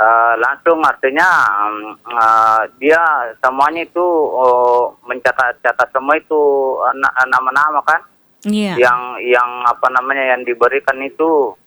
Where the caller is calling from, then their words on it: Belawa District, South Sulawesi, Indonesia; di kampung saya ini peduli yang rasa sosialnya keluarga di sini di Kecamatan Belawa sangat tinggi memang.